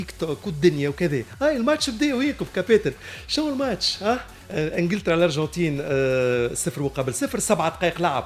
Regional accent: Tunisia; انا كمواطن تونسي

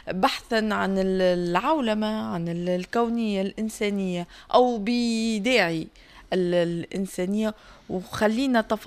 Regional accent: Tunisia; accent: Tunisian; اللهجة التونسية فيها إيقاع وهذا ثراء لهجتنا

